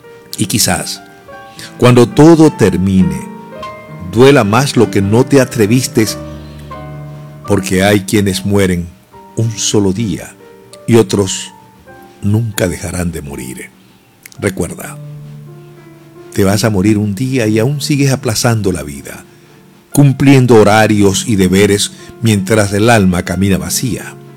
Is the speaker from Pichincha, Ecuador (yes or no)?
no; Esmeraldas, Ecuador; born there; also born or lived in Manabí, Ecuador; yo nací en Esmeraldas, yo soy esmeraldeño. Me crié en Manabí buena parte de mi niñez y juventud